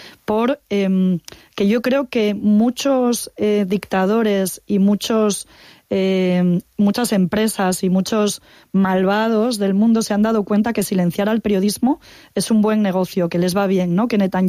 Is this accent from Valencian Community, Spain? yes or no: no; A Coruña, Galicia, Spain; moved away as an adult; soy una coruñesa enamorada de mi ciudad, siempre vuelvo